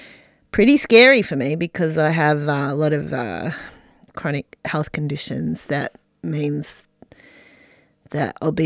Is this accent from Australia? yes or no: yes; Western Australia, Australia; Growing up in Western Australia, you have a more kind of serious approach to those really hot days, and especially the heat waves.